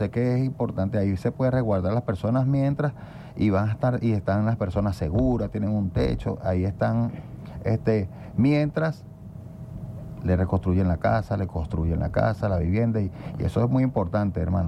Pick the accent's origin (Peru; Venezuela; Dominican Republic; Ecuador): Venezuela; llegó el momento de nosotros como venezolanos ponernos en película.